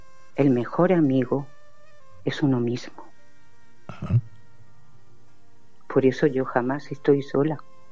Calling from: Granada, Andalusia, Spain; accent: Andalusian; Pues de Granada.

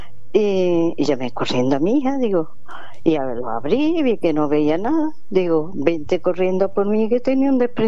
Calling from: Córdoba, Andalusia, Spain; De Córdoba.

